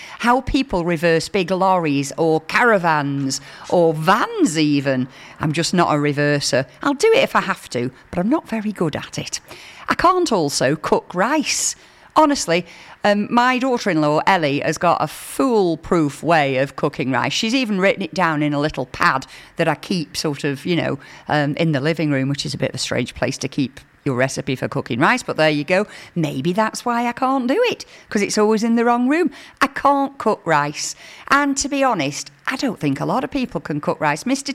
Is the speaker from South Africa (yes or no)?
no; Lancaster, North West England, United Kingdom; I am from Lancaster.